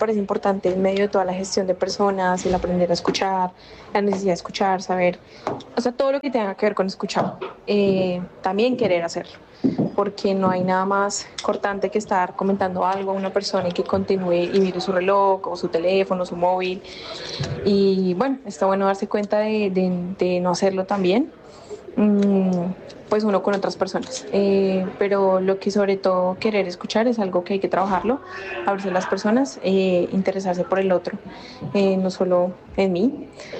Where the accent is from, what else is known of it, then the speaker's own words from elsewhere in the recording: Colombia; soy de Colombia y estoy haciendo un máster de tecnología de cooperación internacional.